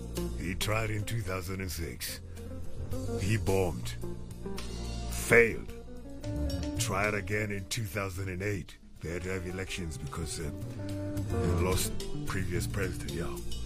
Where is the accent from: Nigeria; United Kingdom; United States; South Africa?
South Africa